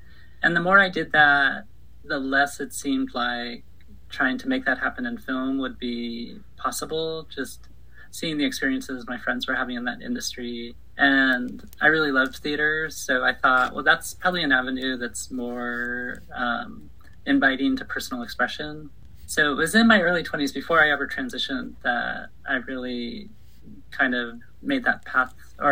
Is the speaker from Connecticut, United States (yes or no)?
no; Eugene, Oregon, United States; also born or lived in Los Angeles; So I grew up in Eugene until I was 11. Then my family moved to LA and I went to UCLA.